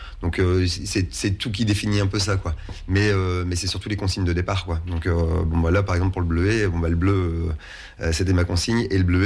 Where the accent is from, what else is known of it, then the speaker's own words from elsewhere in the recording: Hauts-de-France, France; Là, c'était beaucoup plus proche de chez moi parce que je suis à la base, je suis du Nord.